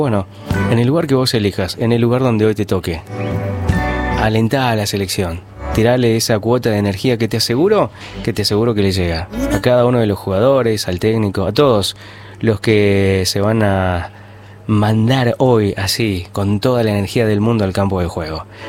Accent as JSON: {"language": "Spanish", "country": "Argentina", "said": "Somos todos argentinos"}